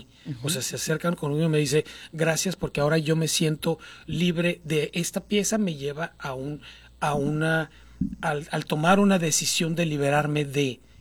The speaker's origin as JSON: {"language": "Spanish", "town": "Hermosillo", "region": "Sonora", "country": "Mexico", "moved": "as an adult", "lives_now": "Guadalajara, Mexico", "said": "Yo soy de aquí de Hermosillo, sí. Hace 30 años que salí yo de aquí de Hermosillo. Yo empecé aquí en Hermosillo."}